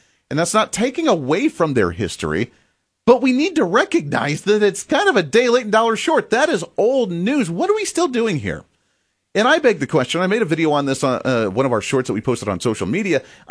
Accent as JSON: {"language": "English", "region": "Kansas", "country": "United States"}